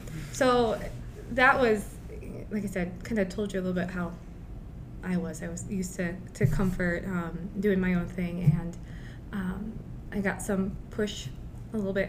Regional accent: Cleveland, Ohio, United States; now in Champaign, United States; I'm originally from Cleveland, Ohio. I moved here in 2010, started working at Christie.

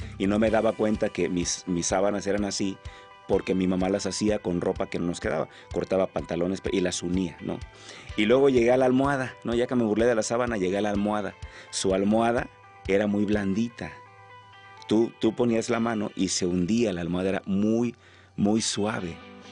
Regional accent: Acapulco, Guerrero, Mexico; soy acapulqueño, nací en Acapulco.

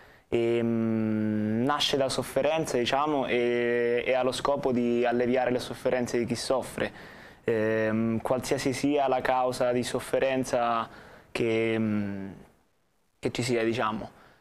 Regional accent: Jesi, Marche, Italy; Io sono di Iesi

